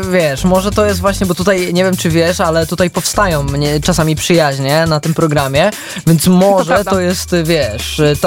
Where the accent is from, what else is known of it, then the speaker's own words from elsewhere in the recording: Subcarpathian Voivodeship, Poland; ja jestem z Podkarpacia